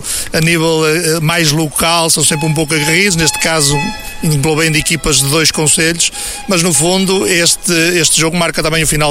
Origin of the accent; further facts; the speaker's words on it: Marco de Canaveses, Norte, Portugal; Claro que eu sou do Marco